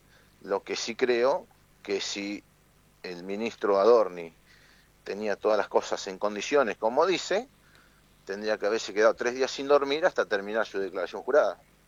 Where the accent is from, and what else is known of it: Argentina